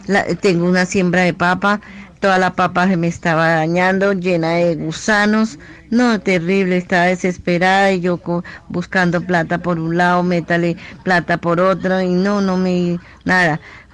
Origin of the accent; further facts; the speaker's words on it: Garagoa, Boyacá, Colombia; soy de Garagoa, yo fui y los visité a la Puerta del Llano